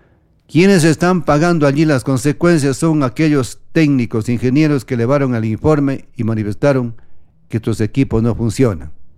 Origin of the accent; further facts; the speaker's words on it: Ecuador; nosotros como aficionados, como ecuatorianos